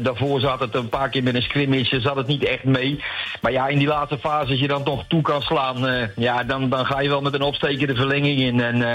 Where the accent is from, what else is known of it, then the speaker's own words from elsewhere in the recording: Netherlands; En dan ben je heel blij als Nederlander